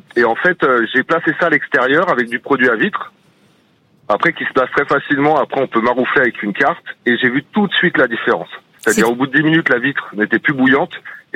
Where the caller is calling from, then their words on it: Pays de la Loire, France; De la Vendée.